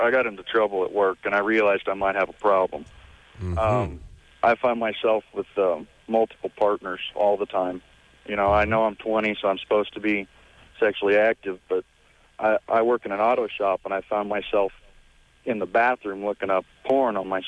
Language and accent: English; United States; I'm American.